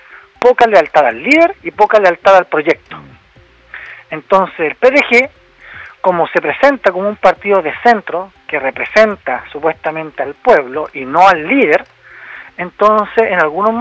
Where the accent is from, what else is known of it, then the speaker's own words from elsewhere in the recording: Iquique, Tarapacá, Chile; yo soy de Iquique, trabajo en Puerto Montt, la Universidad Austral, pero soy de Iquique, mi vida está en Iquique